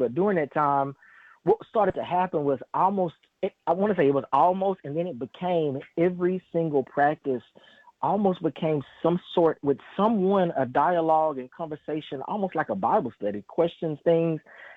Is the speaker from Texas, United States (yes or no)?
yes; Dallas, Texas, United States; being a Dallas boy, I grew up born and raised in Dallas.